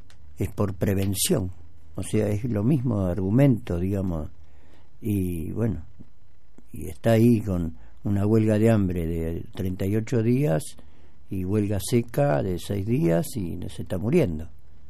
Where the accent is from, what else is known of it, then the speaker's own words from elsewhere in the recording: Argentina; Como argentino te lo digo